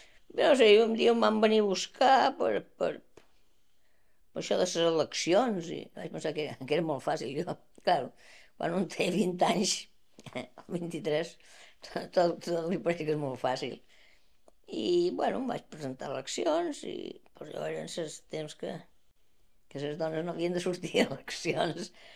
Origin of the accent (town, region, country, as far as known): Balearic Islands, Spain; born there